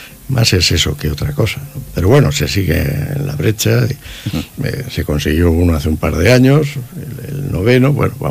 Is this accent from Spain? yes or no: yes; Tomelloso, Castilla-La Mancha, Spain; Tomelloso, en mi pueblo